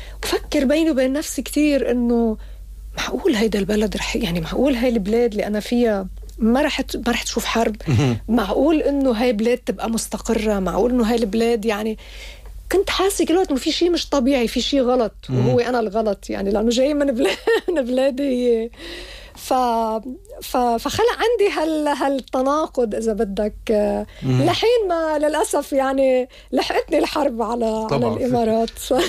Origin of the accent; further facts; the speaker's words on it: Lebanon; now in United Arab Emirates; فإسبانيا بالنسبة لي يمكن بلد تاني يعني بعد لبنان.